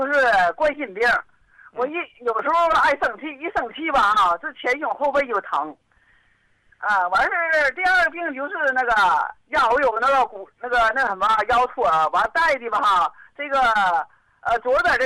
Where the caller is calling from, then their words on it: Liaoyang, Liaoning, China; 我是辽阳的。